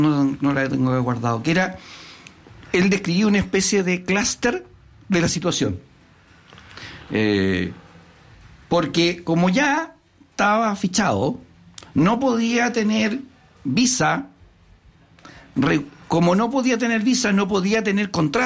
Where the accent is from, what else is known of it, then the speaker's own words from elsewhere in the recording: Antofagasta, Chile; soy de Antofagasta